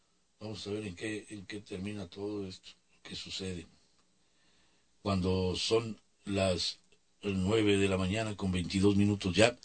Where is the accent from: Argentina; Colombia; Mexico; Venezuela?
Mexico; Lo cierto es de que siendo mexicano, jamás iremos nosotros contra un mexicano, jamás, jamás, jamás.